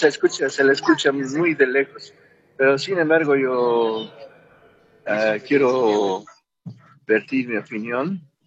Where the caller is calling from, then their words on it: Cochabamba, Bolivia; Aquí llamando de Cochabamba